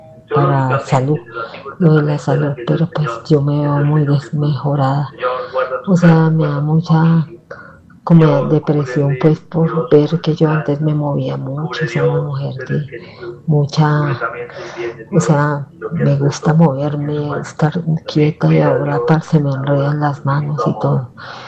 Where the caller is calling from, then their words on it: Bogotá, Bogotá Capital District, Colombia; de aquí de Castilla.